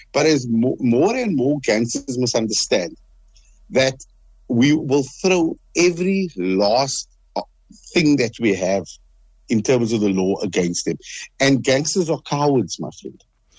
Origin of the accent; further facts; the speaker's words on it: Western Cape, South Africa; no, I'm from Manenberg, or no, I'm from Mitchell's Plain, or no, I'm from Bontville